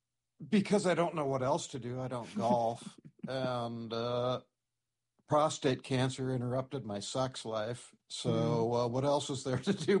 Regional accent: Storm Lake, Iowa, United States; born there; And I was born in Storm Lake.

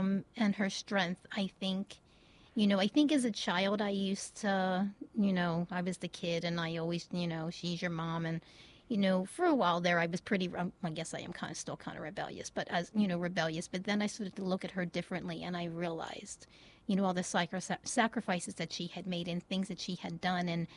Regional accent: Baltimore, Maryland, United States; This probably shows my age a little bit, but I grew up in Baltimore City

